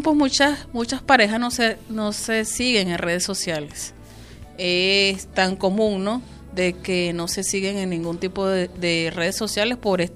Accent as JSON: {"language": "Spanish", "country": "Venezuela", "moved": "yes", "said": "nosotros que somos venezolanos"}